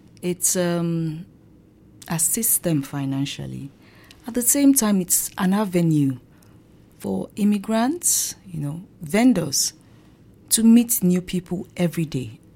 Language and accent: English; Nigeria; English is a second language; now in Austria; I'm African and I'm Nigerian. I'm here in Austria studying my course in English and American Studies, my master's to be precise.